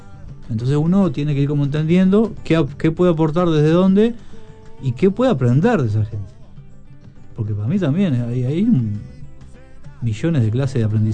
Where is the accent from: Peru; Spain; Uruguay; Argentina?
Uruguay